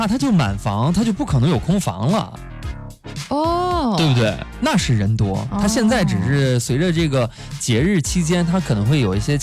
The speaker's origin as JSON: {"language": "Chinese", "region": "Northeast China", "country": "China", "tie": "born or raised there", "said": "大东北是我的家乡，"}